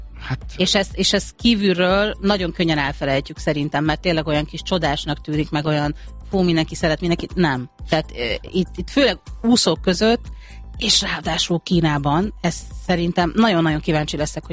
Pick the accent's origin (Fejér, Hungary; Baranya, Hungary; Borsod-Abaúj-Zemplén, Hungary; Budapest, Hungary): Baranya, Hungary; Pécs; És igen, és ráadásul én ugye pécsiként, a Pécsi klubban